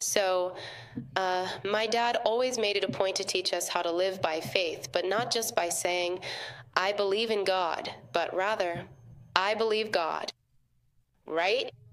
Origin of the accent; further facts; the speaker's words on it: Venezuela; I'm from Venezuela, 27 years old. People think I'm older, but I'm not.